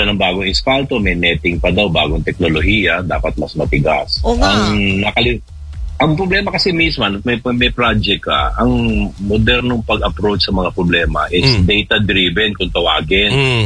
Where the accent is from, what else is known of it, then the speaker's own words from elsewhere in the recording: Manila, Metro Manila, Philippines; Lumaki ako sa Divisoria, talagang daanan ng trakasyan eh.